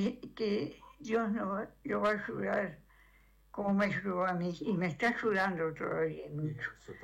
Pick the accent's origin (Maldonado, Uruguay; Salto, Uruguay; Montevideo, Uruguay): Salto, Uruguay; Sí, acá de Salto, soy de acá de Salto, sí.